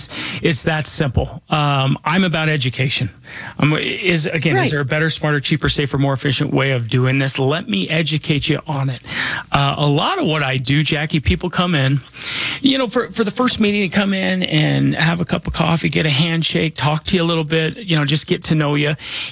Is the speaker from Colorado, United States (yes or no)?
yes; Denver, Colorado, United States; You know, my background is, we haven't talked about that in a while, but you know, I was born and raised here in Denver. I went to Holly Hills Elementary School over close to Hamden and I-25. That's where I grew up.